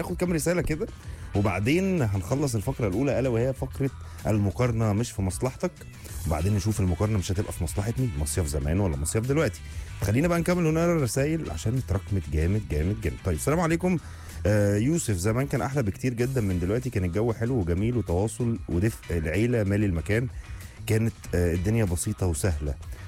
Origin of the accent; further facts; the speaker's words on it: Alexandria, Alexandria Governorate, Egypt; أنا من اسكندرية, فالبحر بالنسبة لي ليه ذكريات كتيرة.